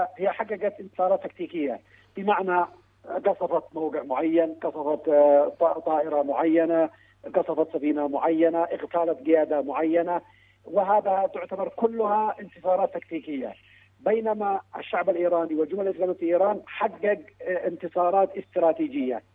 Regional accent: Yemen; نحن كمحللين يمنيين

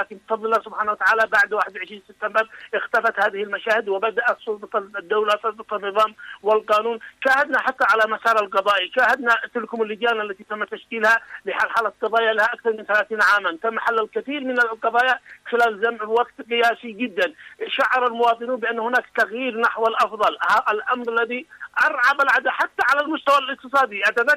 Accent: Yemen

